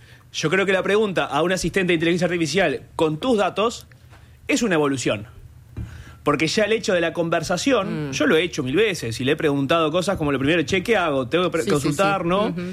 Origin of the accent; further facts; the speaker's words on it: Durazno, Uruguay; yo soy de Durazno